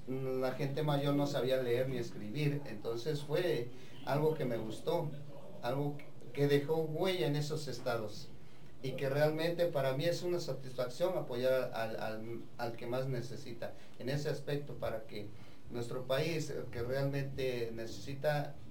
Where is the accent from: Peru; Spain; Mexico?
Mexico; Veracruz; also born or lived in Oaxaca; Soy originario de Veracruz, sí.